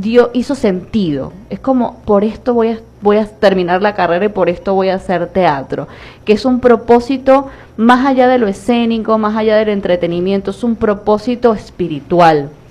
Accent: Eastern Venezuela, Venezuela; moved away as an adult; now in Tierra del Fuego, Argentina; Imagínate un oriental con el calor que hace acá, viviendo en el fin del mundo con tanto frío.

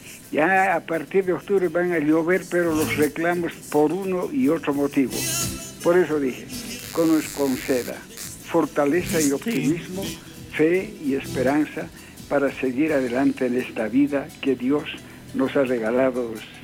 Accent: San Pedro de Buena Vista, Potosí, Bolivia; Ese es mi querido pueblo San Pedro de Buena Vista, de donde he nacido

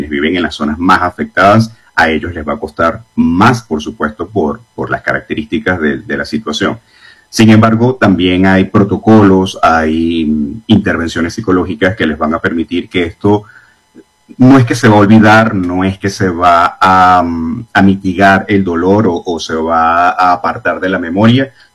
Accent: Venezuela; soy venezolano

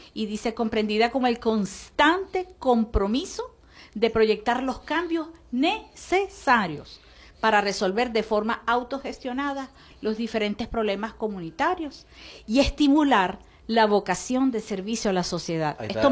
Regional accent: Venezuela

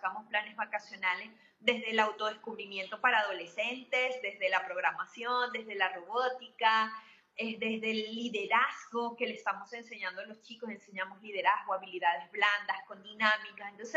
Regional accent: Venezuela; now in Barquisimeto, Venezuela; como venezolanos estamos en un completo duelo

